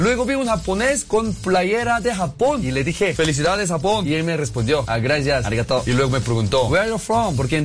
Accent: South Korea; Es que soy coreano, pero no quería corregirlos porque estábamos disfrutando.

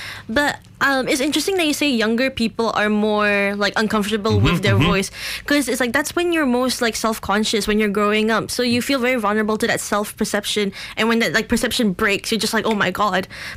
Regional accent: Singapore; Singapore.

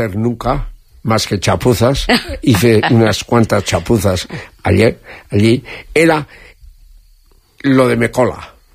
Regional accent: Eibar, Basque Country, Spain; Yo soy una persona que hasta los de Jaca me han conocido que soy de Ibar.

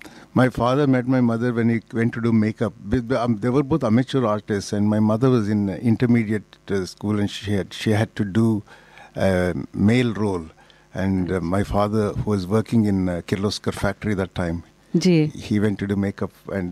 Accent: South India, India; Hindi is a second language; मैं पहले ही बोलता हूँ, मैं दक्षिण भारत से हूँ, मैं थोड़ा तो रुक रुक रुक के हिंदी में बोल सकता हूँ

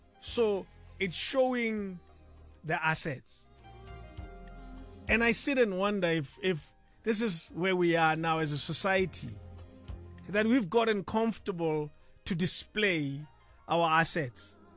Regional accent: Pretoria, Gauteng, South Africa; Yet I was raised in Pretoria.

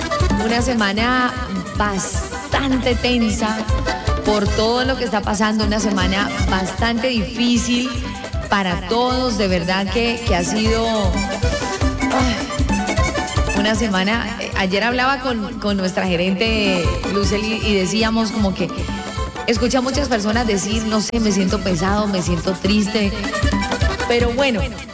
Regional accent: Colombia; Esos somos los colombianos.

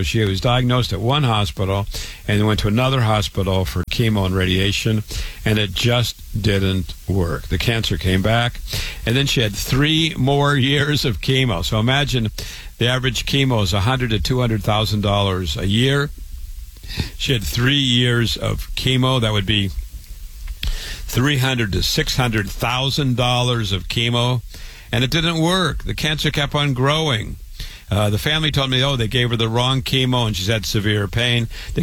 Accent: Waterloo, Iowa, United States; I was born and raised in Waterloo, Iowa. Thousands of miles from here, I went to public school, went to university, went to medical school

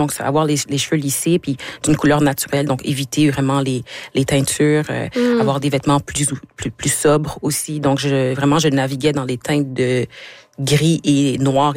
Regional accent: Quebec, Canada; moved away; Je suis partie du Québec, ça fait

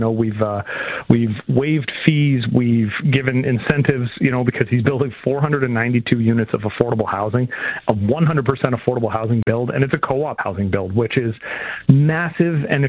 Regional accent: Nova Scotia, Canada; I'm from Nova Scotia, and so, like, that's where I was originally born. My dad was in the Navy, so that's how I wound up out there, and they're a good Nova Scotia band.

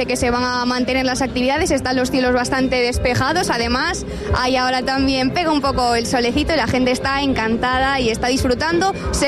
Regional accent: Spain; los españoles no conocíamos esta canción

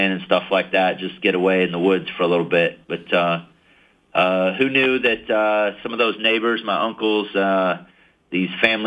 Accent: United States; I grew up in Washington County. You know, a number of my family lives there.

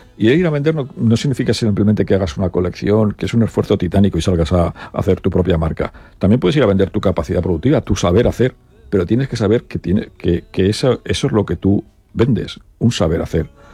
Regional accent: Elda, Valencian Community, Spain; somos muy de Elda

